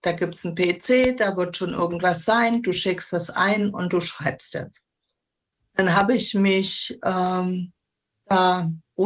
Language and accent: German; Weißenfels, Saxony-Anhalt, Germany; Und aufgewachsen bin ich in Weißenfels im Herrengartengut meiner Oma und meiner Familie.